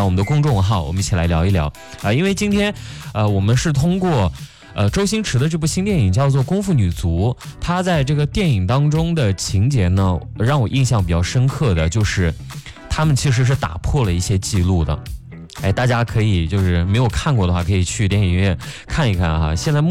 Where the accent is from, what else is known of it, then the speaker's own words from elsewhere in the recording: Xinjiang, China; moved away; 美丽的新疆，我的家乡，